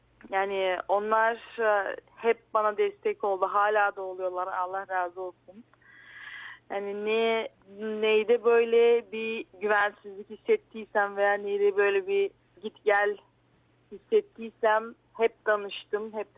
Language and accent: Turkish; Shumen, Shumen Province, Bulgaria; also born or lived in Razvigorovo; şehir kızıyım ama köylerinden yani küçükken bu kreş işte okula çıkmadan önce köyde büyüdüm.